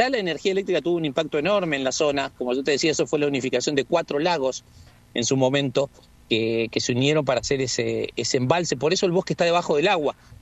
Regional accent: Chubut, Argentina; en nuestra provincia tenemos un lugar maravilloso como es Puerto Madryn

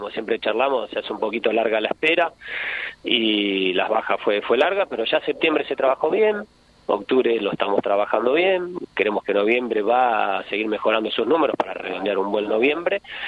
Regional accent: Argentina; siendo argentino, futbolero

